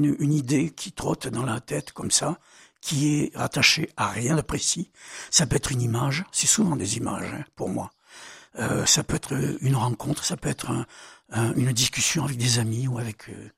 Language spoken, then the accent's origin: French; Avignon, Provence-Alpes-Côte d'Azur, France; born there; also born or lived in Marseille